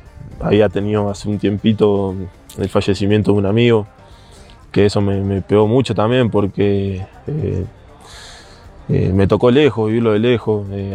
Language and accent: Spanish; Uruguay; moved away as an adult; quería quedarme en mi país, quería quedarme en Uruguay